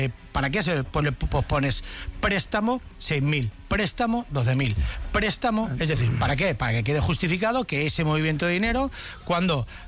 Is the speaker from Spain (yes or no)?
yes; Valencia, Valencian Community, Spain; born or raised there